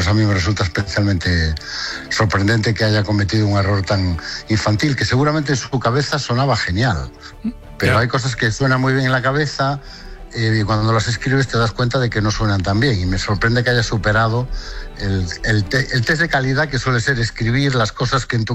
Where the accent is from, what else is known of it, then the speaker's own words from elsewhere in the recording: Galicia, Spain; Sí, yo soy de la Mariña de Lugo, que es lo más gallego que se puede ser.